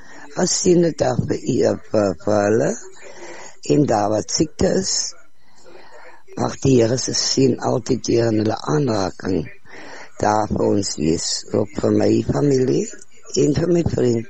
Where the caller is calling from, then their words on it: Heidelberg, Western Cape, South Africa; van Heidelberg.